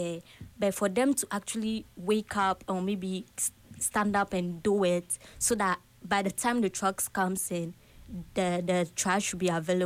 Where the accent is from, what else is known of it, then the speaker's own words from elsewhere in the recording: Sierra Leone; moved away as an adult; now in Ghana; I'm from Sierra Leone.